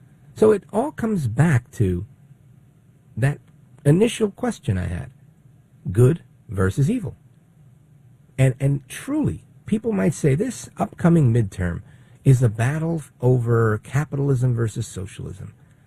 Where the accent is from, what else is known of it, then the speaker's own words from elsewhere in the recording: Brooklyn, New York, United States; born there; My parents are from Puerto Rico. I was born in Brooklyn, but we one big, happy Puerto Rican family.